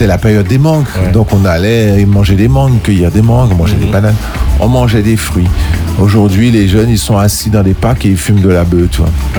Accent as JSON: {"language": "French", "town": "Petit-Canal", "region": "Guadeloupe", "country": "France", "tie": "born there", "also_born_or_lived": "Pointe-à-Pitre", "said": "on a quitté Petit Canal, on est allé à Pointe-à-Pitre."}